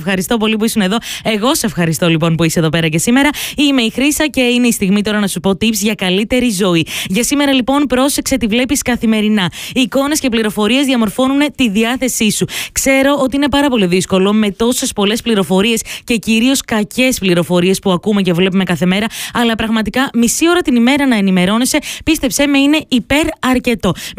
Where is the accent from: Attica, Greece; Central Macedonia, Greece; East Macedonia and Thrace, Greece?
Central Macedonia, Greece; Serres; moved away; στη Σέρες, στον τόπο μου